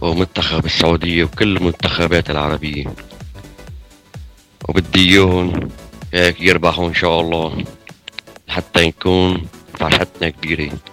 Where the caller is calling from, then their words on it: Tripoli, North Governorate, Lebanon; أنا عم حكيك من طرابلس